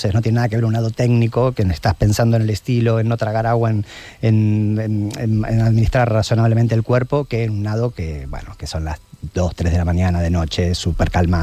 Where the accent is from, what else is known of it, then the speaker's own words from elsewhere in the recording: Argentina; me he cruzado el Río de la Plata y he venido de Uruguay a Argentina, ese mismo año me crucé el Canal de la Mancha. Claro, emocionalmente para mí, que siendo argentino es muy fuerte